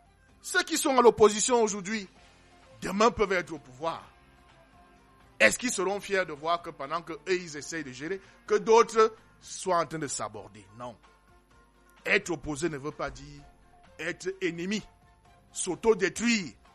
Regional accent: Cameroon

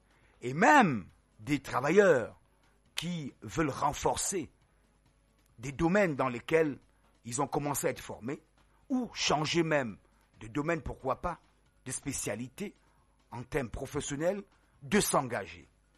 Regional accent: Cameroon; comme on dit chez nous au Cameroun

